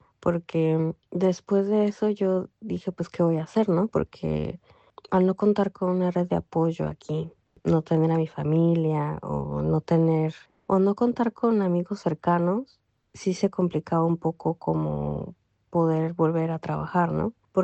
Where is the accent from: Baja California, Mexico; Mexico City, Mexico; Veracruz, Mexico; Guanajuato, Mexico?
Mexico City, Mexico; moved away as an adult; now in Tokyo, Japan; soy de la Ciudad de México y actualmente vivo en Tokio, Japón. Me casé con una persona japonesa, entonces decidimos vivir en Japón y llevo 15 años viviendo en Japón.